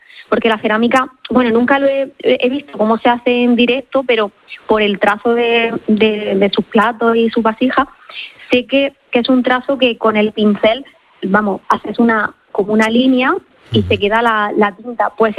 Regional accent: Almería, Andalusia, Spain; porque soy de Almería, aunque llevo muchísimos años aquí, y el mar siempre me ha llamado mucho

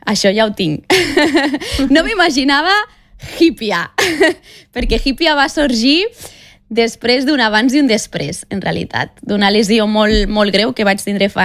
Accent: Catalonia, Spain; catalana perquè sóc catalana, el meu cor és català, estimo la meva terra

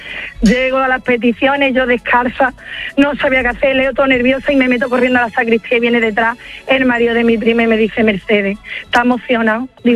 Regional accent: Huelva, Andalusia, Spain

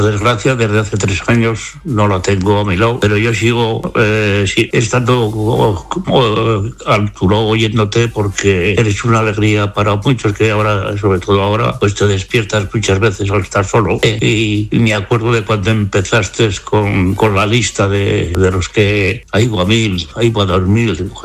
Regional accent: Logroño, La Rioja, Spain; Yo soy de Logroño

